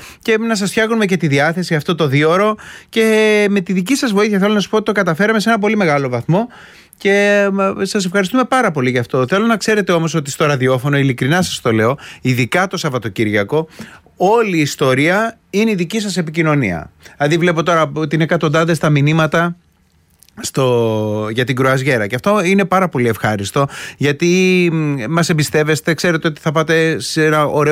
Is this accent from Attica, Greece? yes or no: yes; Attica, Greece; γιατί εγώ είμαι και λίγο από τα Μεσόγεια και ξέρετε κάτι, όταν μπαίνω σε ένα σπίτι και πάω και ένα γλυκό, θέλω να με κεράσουν και κάτι.